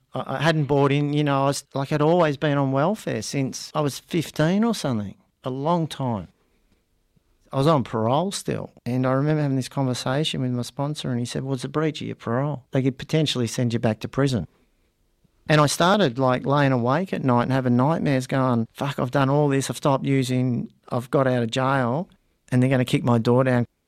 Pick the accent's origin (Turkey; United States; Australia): Australia; As a male growing up in Australia